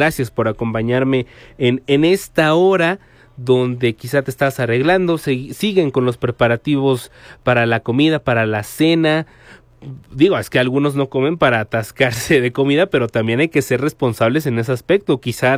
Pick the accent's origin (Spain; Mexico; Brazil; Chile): Mexico; hay que abrazarnos como mexicanos